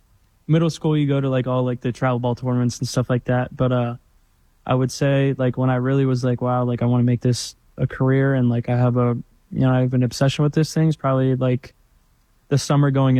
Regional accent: Lancaster, Pennsylvania, United States; there's an independent ball team in my hometown called the Barnstormers, the Lancaster Barnstormers. So I kind of grown up, went to those games

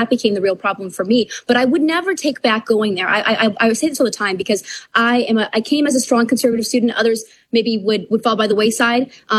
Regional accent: Wisconsin, United States; my dad at the time was member of Congress, but it was in Chicago when I was from Wisconsin.

